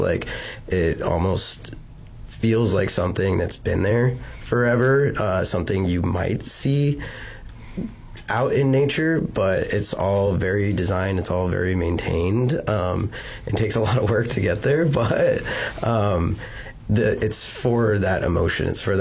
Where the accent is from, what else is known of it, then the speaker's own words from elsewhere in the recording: Omaha, Nebraska, United States; Being born and raised in Omaha, like, I never saw one until I went to, like, one of these remnant prairies